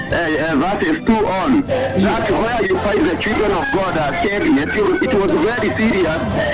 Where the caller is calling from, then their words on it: South Kinangop, Nyandarua County, Kenya; English is a second language; I'm coming right from South Kinagop region.